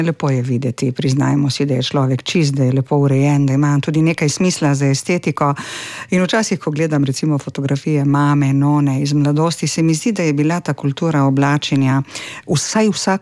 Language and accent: Slovenian; Primorska, Slovenia; kot rečemo Primorci